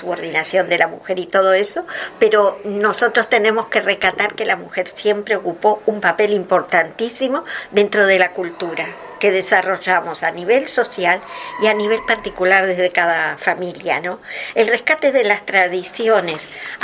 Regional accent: Uruguay; now in Canary Islands, Spain; los vocablos que usamos en Canarias se transmitieron en mi país, en Uruguay

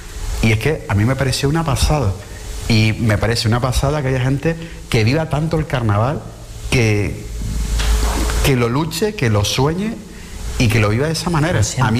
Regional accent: Las Palmas de Gran Canaria, Canary Islands, Spain; por servir a la gente de mi ciudad. Porque amo Las Palmas de Gran Canaria, soy orgulloso de donde soy.

